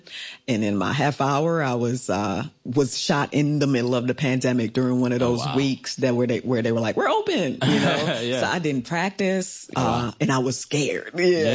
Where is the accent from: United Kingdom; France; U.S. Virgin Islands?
U.S. Virgin Islands; St. Thomas; I'm from the Virgin Islands. I'm from St. Thomas, and I've always wanted to do a show about back home.